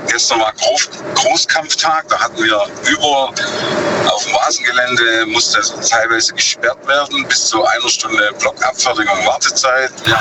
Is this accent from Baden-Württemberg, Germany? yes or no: yes; Lenningen, Baden-Württemberg, Germany; Ich bin aus Lenningen.